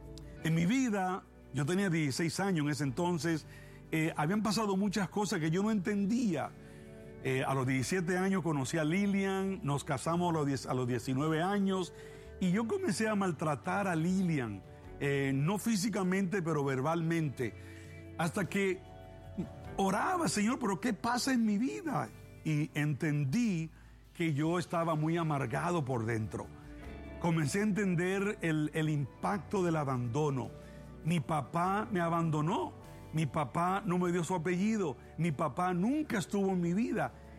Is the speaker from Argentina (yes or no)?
no; Dominican Republic; born there; moved away; also born or lived in New York; yo nací en República Dominicana, renací en Nueva York